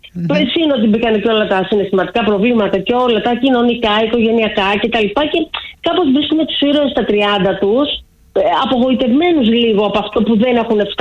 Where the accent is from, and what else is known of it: Ioannina, Epirus, Greece